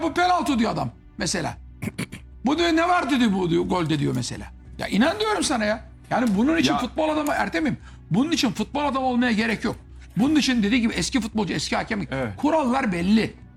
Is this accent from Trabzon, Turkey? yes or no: yes; Trabzon, Turkey; Trabzonluyum, hemşerim benim de.